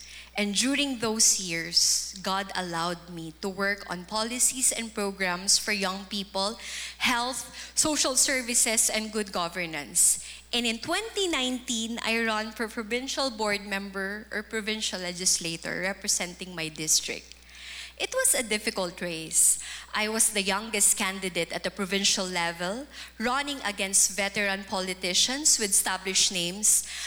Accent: Tabaco, Bicol Region, Philippines; And by faith, I went to my hometown.

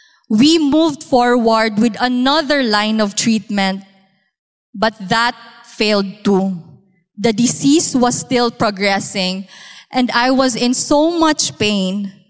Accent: Cagayan de Oro, Northern Mindanao, Philippines; I underwent surgery in my hometown of Cagayan de Oro

